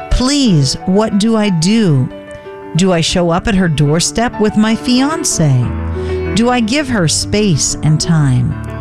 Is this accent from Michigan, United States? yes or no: no; Virginia, United States; I'm a 35-year-old graduate student who moved from my hometown in Virginia to Kentucky for grad school